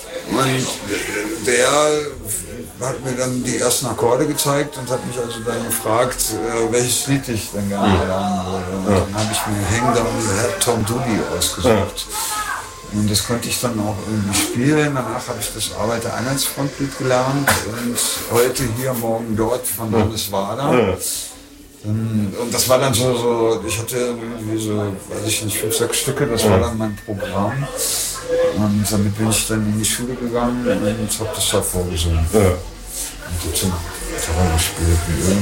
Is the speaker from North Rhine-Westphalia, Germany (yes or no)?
yes; Aachen, North Rhine-Westphalia, Germany; moved away; wenn du so aus einer überschaubaren Stadt kommst wie Aachen und dann nach Berlin kommst